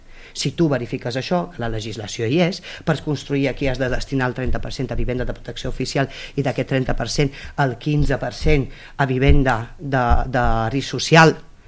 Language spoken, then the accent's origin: Catalan; Caldes, Catalonia, Spain; Jo sóc de Caldes i el meu poble és Caldes.